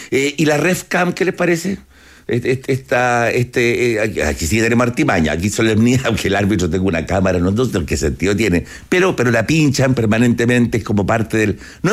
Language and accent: Spanish; Chile; nosotros chilenos